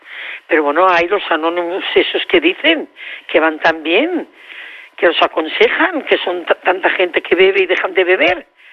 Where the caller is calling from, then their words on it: Barcelona, Catalonia, Spain; yo vivo aquí, vivo en Horta